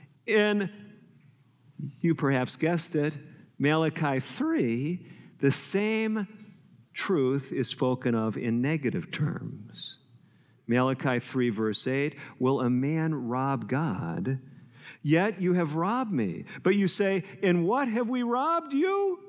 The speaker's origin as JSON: {"language": "English", "town": "Chicago", "region": "Illinois", "country": "United States", "tie": "born or raised there", "said": "I grew up in Chicago"}